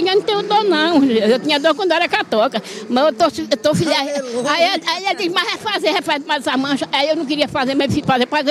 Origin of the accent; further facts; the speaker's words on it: Paraíba, Brazil; Eu vim da Paraíba em 2010, morrendo, coração inchado, não tinha médico, tinha nada, tinha cirurgia, eu vim da Paraíba, sofrendo, e meu marido.